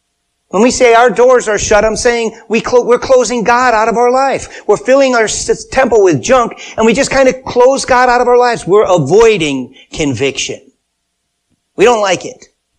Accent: Wilbraham, Massachusetts, United States; Where I grew up in Wilbraham, upstream from where I was, because I grew up along this river, there was a hydroelectric plant.

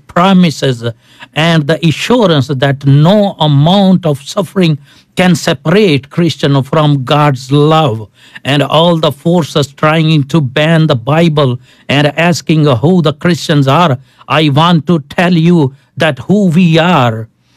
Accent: Pakistan; You know, I came from Pakistan, and we are used to this type of conversation

